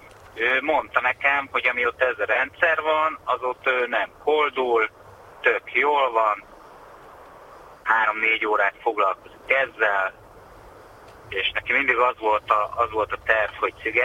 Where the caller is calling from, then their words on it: Szentendre, Pest, Hungary; én Szentendrei vagyok